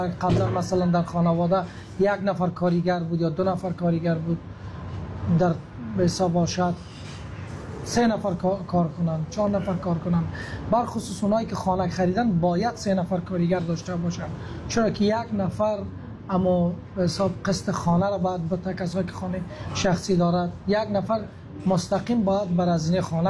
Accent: Afghanistan; now in Australia; از افغانستان هستم، سیتیزن استرالیا و سال 2017 ما در استرالیا آمدیم.

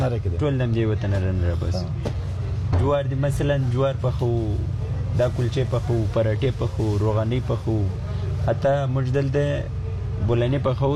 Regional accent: Helmand, Afghanistan; now in Kabul, Afghanistan; اصل کې د هلمند ولایت اوسیدونکی یم، پهلن ژوند کابل کې کوم.

